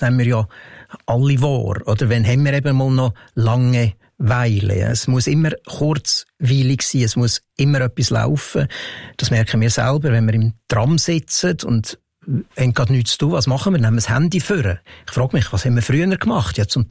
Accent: Lucerne, Switzerland; ich bin in Luzern aufgewachsen

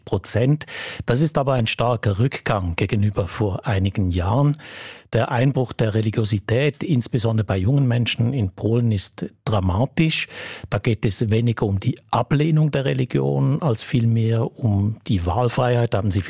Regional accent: Einsiedeln, Schwyz, Switzerland; auch bei uns in Einsiedeln in der Schweiz.

